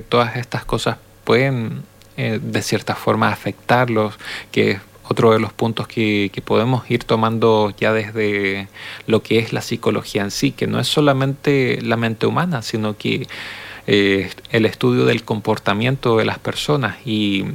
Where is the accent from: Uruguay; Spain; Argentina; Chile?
Chile; nosotros como chilenos, como personas de este país, tenemos también nuestras propias formas de hacer las cosas, nuestras propias costumbres